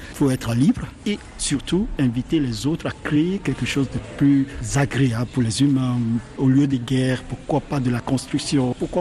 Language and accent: French; Togo; also born or lived in Abidjan, Côte d'Ivoire; now in France; Mais oui, je viens du Togo.